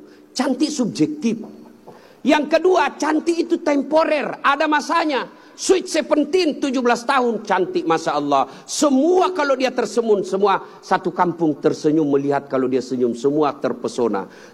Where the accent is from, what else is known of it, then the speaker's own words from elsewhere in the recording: South Sulawesi, Indonesia; Beliau orang Melayu, saya orang Bugis.